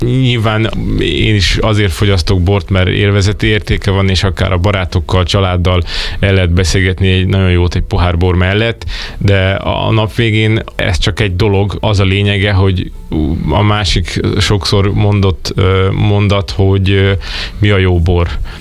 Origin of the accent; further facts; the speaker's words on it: Hungary; emberileg magyarok vagyunk ilyenek